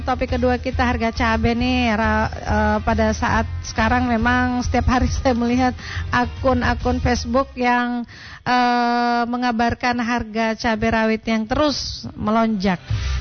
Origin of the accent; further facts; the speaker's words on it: Gorontalo, Indonesia; masyarakat kita orang Gorontalo.